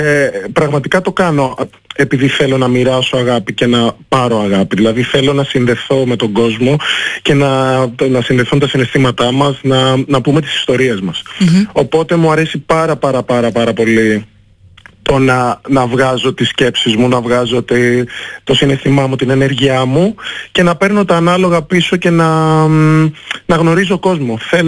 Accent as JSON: {"language": "Greek", "country": "Greece", "tie": "born or raised there", "said": "Είμαι Έλληνας, είμαι ένας Έλληνας από την Αφρική όμως. Η μαμά μου είναι Αφρικανίδα και ο μπαμπάς μου είναι Έλληνας. Έχω γεννηθεί και έχω μεγαλώσει στην Ελλάδα."}